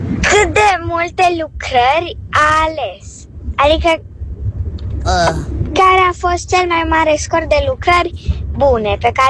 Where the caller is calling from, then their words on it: Cluj-Napoca, Cluj County, Romania; din Cluj, am 8 ani.